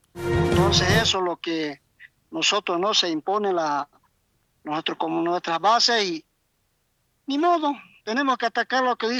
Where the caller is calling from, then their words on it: Bolivia; como bolivianos también.